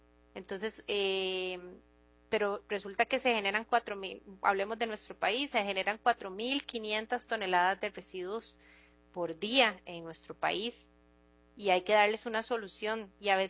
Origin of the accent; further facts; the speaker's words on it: Costa Rica; Yo soy colaboradora de Holcim, pero soy costarricense.